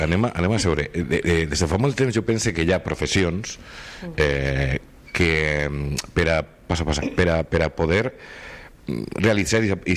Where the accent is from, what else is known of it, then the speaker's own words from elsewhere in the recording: Manises, Valencian Community, Spain; No, però no així, en Manises, en Manises. Jo soc de Manises.